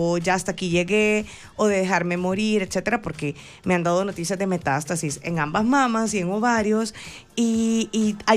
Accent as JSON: {"language": "Spanish", "country": "El Salvador"}